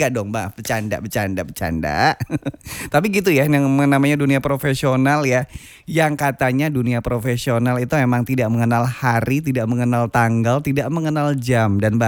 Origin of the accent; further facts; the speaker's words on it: Yogyakarta, Special Region of Yogyakarta, Indonesia; walaupun saya juga warga asli Jogja, lahirnya di Yogyakarta, di DIY gitu ya